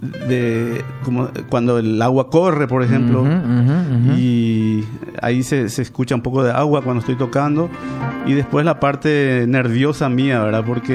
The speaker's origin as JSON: {"language": "Spanish", "country": "Paraguay", "moved": "as an adult", "lives_now": "France", "said": "Yo soy paraguayo"}